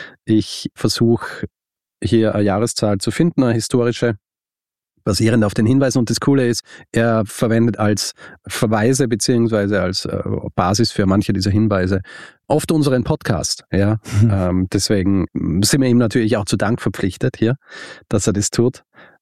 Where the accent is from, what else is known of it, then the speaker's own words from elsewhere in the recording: Austria; Genau, kein Radio und ich bin Österreicher